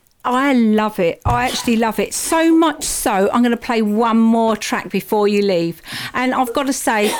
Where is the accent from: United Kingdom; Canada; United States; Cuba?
United Kingdom; London; I'm a Londoner. You see, I grew up in London, so yes. You wouldn't believe it, could you? Because I don't sound Cockney, do I? Or do I?